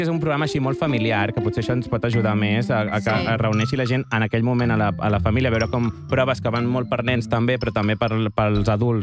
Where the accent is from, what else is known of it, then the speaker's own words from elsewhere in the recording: Catalonia, Spain; som catalans